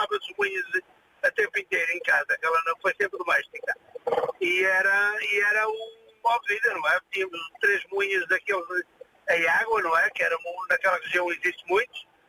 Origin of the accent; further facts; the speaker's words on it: Lousada, Porto, Portugal; eu na minha zona, onde eu sou natural do Conselho de Lousada, ali de uma freguesia do Lussol de Santo Lara de Bagodas